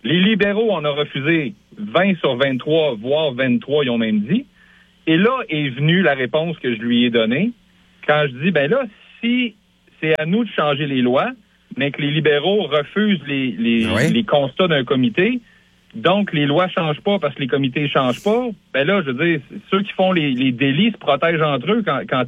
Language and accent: French; Quebec, Canada; en tant que Québécois, en tant que Canadiens